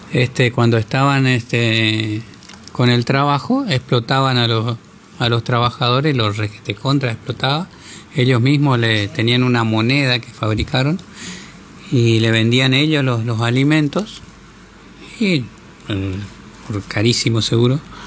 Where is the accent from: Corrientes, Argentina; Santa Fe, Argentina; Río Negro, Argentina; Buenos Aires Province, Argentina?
Corrientes, Argentina; Paso de los Libres; born there; moved away; also born or lived in La Cruz / Buenos Aires; siendo de Paso de los Libres